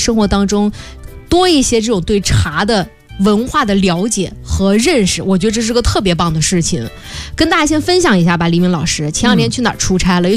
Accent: Yichang, Hubei, China; 是因为我们家那边我是湖北人

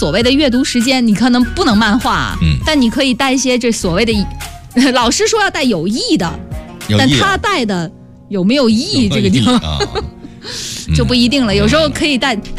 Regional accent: Nanning, Guangxi, China; accent: Nanning dialect; 就我们南宁话。

